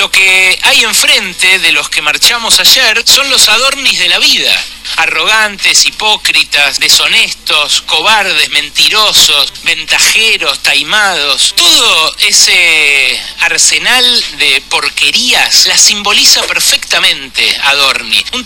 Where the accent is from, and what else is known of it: Argentina